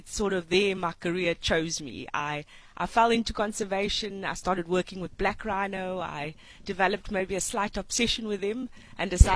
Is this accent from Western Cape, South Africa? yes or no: yes; Cape Town, Western Cape, South Africa; moved away as an adult; growing up in Cape Town just lends itself to that. There's the sea, there's the mountains.